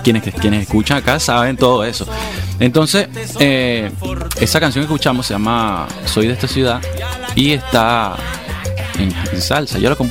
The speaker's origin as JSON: {"language": "Spanish", "town": "Caracas", "region": "Capital District", "country": "Venezuela", "tie": "born or raised there", "said": "Soy de esta ciudad, como dice la canción, de Caracas. Nací en Caracas"}